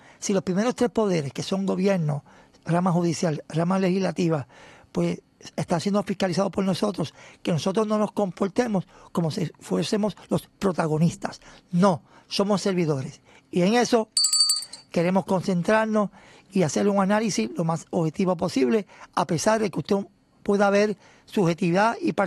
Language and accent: Spanish; Puerto Rico; nuestra parcialidad y subjetividad como puertorriqueños